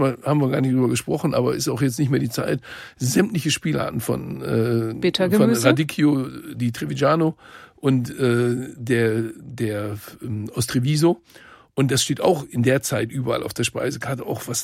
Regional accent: North Rhine-Westphalia, Germany; Bei uns im Ruhrgebiet früher ist das, da kriegt er lange Zähne.

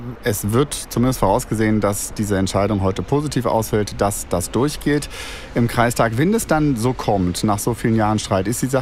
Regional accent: Bremen, Germany; born there; So, dreimal ist Bremer recht, sagt man in meiner Geburtsstadt Bremen.

